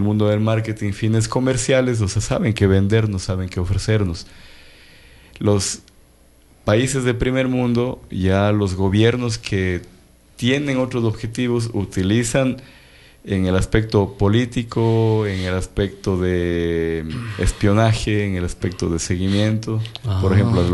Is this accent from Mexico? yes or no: no; Ecuador; nosotros como latinoamericanos, o tal vez hablando de nuestro país en Ecuador